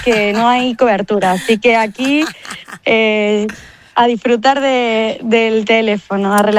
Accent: Argentina; now in Spain; Sí, yo soy de Argentina.

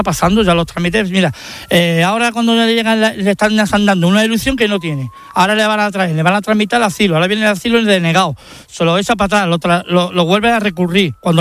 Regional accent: Ceuta, Spain; A mí esta lucha es por mi tierra, yo la lucha que tengo por mi ciudad, por mis caballas.

